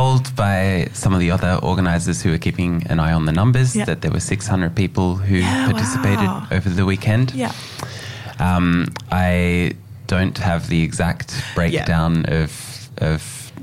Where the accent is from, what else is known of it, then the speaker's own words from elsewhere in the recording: Australia; It makes all of us as Australian citizens, whether we like it or not, sort of, implicated in war crimes and genocide abroad.